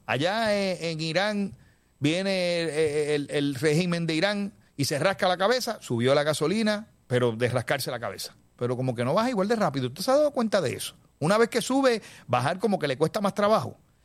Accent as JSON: {"language": "Spanish", "country": "Puerto Rico"}